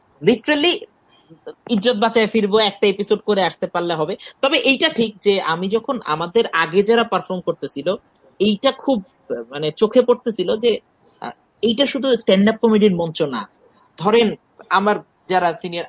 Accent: Dhaka, Dhaka Division, Bangladesh; তা আমার বাবা মা লক্ষ্মীপুরে বড় হয়েছে, লক্ষ্মীপুর আমাকে আমার বাবা মা উপহার দিছে, আমি আসলে ঢাকাতেই বড় হয়েছি।

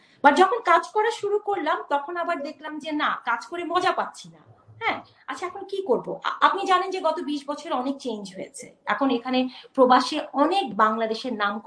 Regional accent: Bangladesh; এক হচ্ছে যে আমরা বাংলাদেশি, হ্যাঁ, so we came from like Yoon

